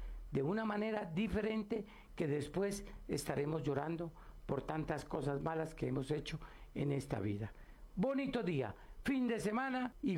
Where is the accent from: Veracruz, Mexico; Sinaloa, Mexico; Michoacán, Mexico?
Veracruz, Mexico; Catemaco; como decimos vulgarmente en mi tierra de Catemaco, Veracruz.